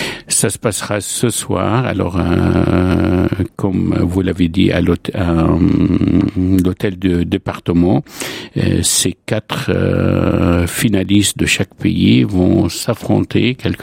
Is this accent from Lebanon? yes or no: yes; Lebanon; moved away as an adult; now in France; je suis né au Liban, j'ai grandi au Liban. Et je suis venu à France à l'âge de 23 ans.